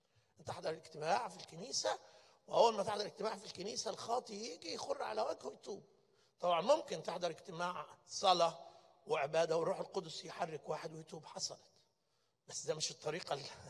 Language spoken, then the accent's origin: Arabic; Egypt; ما عرفونيش إن أنا مصري